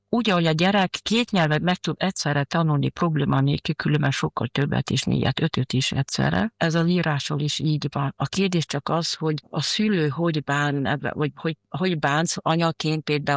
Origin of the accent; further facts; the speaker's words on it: Graz, Styria, Austria; Én itt nőttem fel Grazban, itt jártam iskolában, és akkor nem volt még ilyen első nyelvű oktatás Grazban.